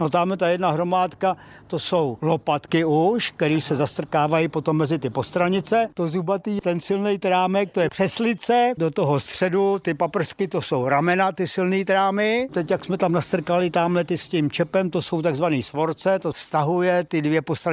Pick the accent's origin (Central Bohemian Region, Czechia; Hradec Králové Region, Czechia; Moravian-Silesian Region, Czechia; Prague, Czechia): Central Bohemian Region, Czechia; Petrovice; a pocházíme z Petrovic u Sedlčan.